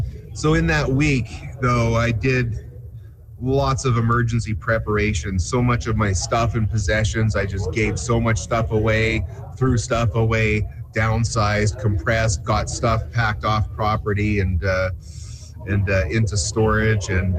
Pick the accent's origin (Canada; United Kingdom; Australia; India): Canada; now in Ojai, United States